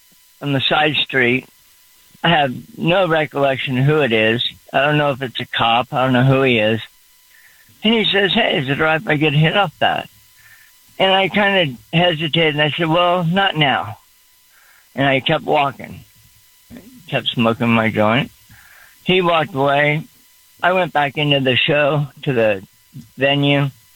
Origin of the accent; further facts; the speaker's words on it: San Jose, California, United States; now in Auburn, United States; Growing up in the Bay Area in San Jose, my older brother, Steve, we're both deadheads.